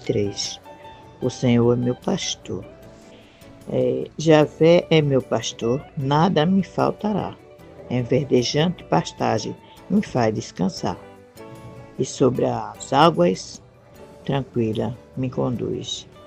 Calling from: Paulista, Pernambuco, Brazil; sou daqui da cidade de Paulista, Pernambuco.

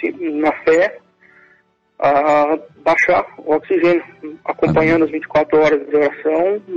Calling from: Fazenda Rio Grande, Paraná, Brazil

